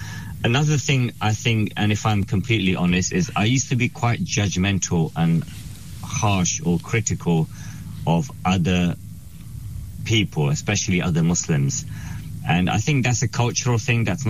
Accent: London, United Kingdom; I grew up in London. I lived in a small housing estate with my parents.

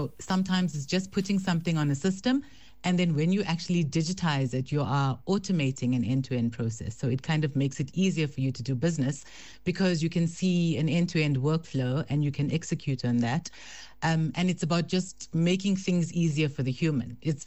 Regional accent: Durban, KwaZulu-Natal, South Africa; moved away as an adult; now in Johannesburg, South Africa; I grew up in Durban, South Africa. So I think I was there for about 20-something years before I moved to Johannesburg.

